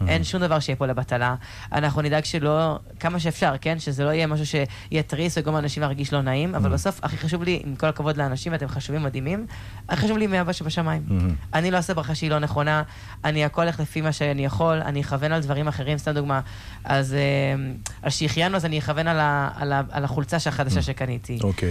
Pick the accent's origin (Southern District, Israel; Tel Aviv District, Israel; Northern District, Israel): Tel Aviv District, Israel; Ramat Gan; אני מרמת גן במקור, כן. אבל עברתי לרמת גן אחר, כאילו לדירה אחרת.